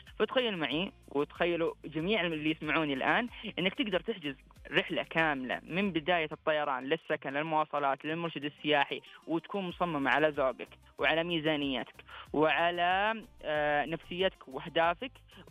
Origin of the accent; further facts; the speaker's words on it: Saudi Arabia; احنا لابد ان احنا على عاتقنا كجادو او كسعوديين لابد ان نساهم في هذه التنميه ونشارك العالم هذا التطور الكبير.